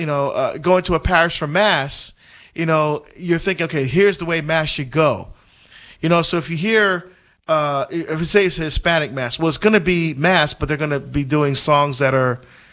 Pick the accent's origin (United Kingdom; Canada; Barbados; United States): Barbados; Although I'm not, I mean, I was born in Barbados, but I identify as African American, although I'm Bajan, but I identify as African American.